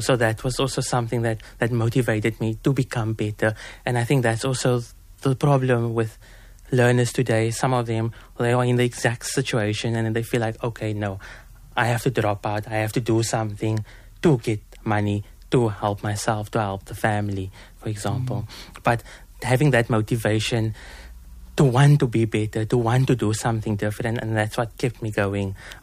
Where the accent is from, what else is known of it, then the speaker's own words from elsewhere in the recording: Cape Town, Western Cape, South Africa; growing up in Manenberg, growing with my granny